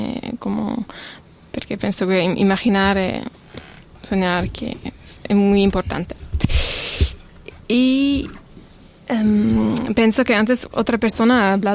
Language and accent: Spanish; Switzerland; Spanish is a second language; yo soy de la Suiza y no hablo muy bien el español